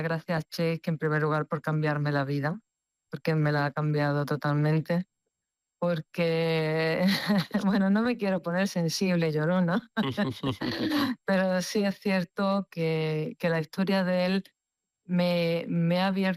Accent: Granada, Andalusia, Spain; yo soy de Granada … no hace falta ser filólogo para saber de dónde viene el apellido.

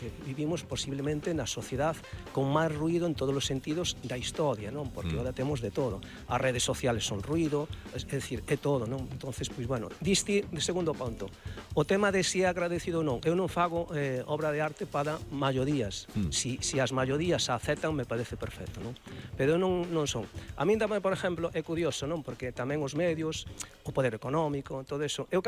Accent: Galicia, Spain; Eu considérome, eu vou decir como galego, que o galego somos moi prudentes e moi tal

